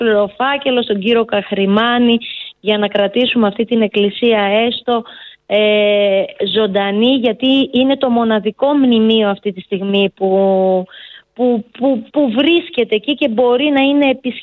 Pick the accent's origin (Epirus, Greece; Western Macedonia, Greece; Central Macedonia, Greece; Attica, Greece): Epirus, Greece; Sagiada; Εγώ η καταγωγή μου είναι από τη Σαγιάδα, από πατέρα και μητέρα. Εκεί μεγάλωσα, εκεί πήγα σχολείο, μετά στους Φιλιάτες τελείωσα το λύκειο.